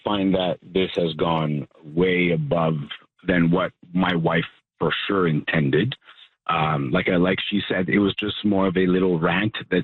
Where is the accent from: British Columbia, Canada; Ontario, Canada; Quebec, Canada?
Quebec, Canada; first language French; English is a second language; We believe that Quebec is a French province and French should be more predominant. I am Francophone. My first language is French.